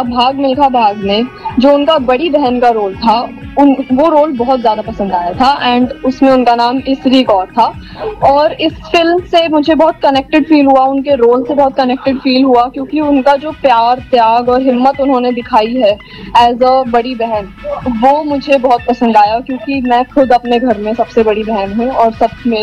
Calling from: Faridabad, Haryana, India; And मैं sector 29 Faridabad से हूँ।

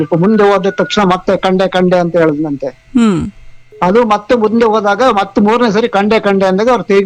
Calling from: Kenchammana Hosakote, Karnataka, India; ಕೆಂಚಮ್ಮ ಹೊಸಕೋಟೆ ನಮ್ದು ಊರು.

